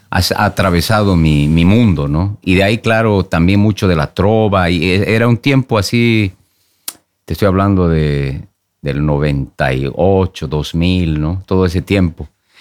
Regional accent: Sucre, Chuquisaca, Bolivia; moved away as an adult; now in Oslo, Norway; De Sucre, Bolivia, sí.

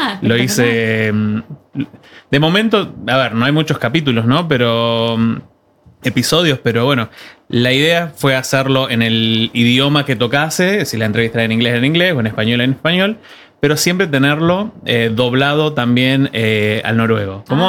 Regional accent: Tierra del Fuego, Argentina; also born or lived in Tucumán / Rosario / Spain; Soy tucumano, me crié en Tierra del Fuego y después, bueno, en la universidad donde conocí a mi esposa y demás, en Rosario.

